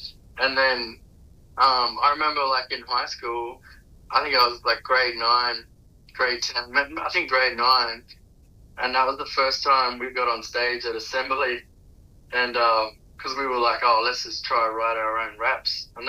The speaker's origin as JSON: {"language": "English", "town": "Katherine", "region": "Northern Territory", "country": "Australia", "tie": "born or raised there", "said": "growing up in Katherine"}